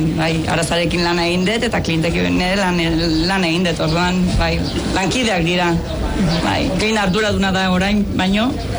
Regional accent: Azpeitia, Basque Country, Spain; moved away as an adult; now in Pamplona, Spain; Azpeitiarra naiz eta Azpeitiarra sentitzen naiz, baina Iruñarra ere bai, claro, Iruñarra ere bai.

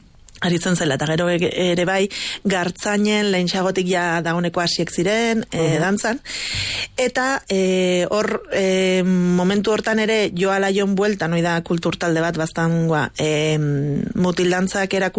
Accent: Hondarribia, Basque Country, Spain; Hondarribin sortu naiz

